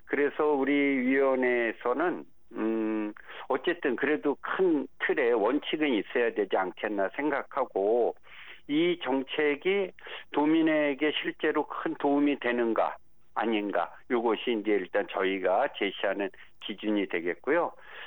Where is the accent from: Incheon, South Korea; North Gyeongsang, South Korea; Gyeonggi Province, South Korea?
Gyeonggi Province, South Korea; Gimpo; 제12대 경기도의 전반기 문화체육관광위원장을 맡고 있는 더불어민주당 김포 출신